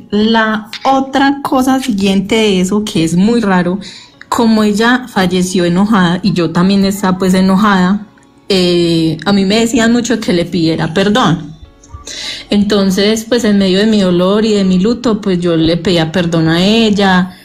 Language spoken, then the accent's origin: Spanish; Medellín, Antioquia, Colombia; Yo soy de Medellín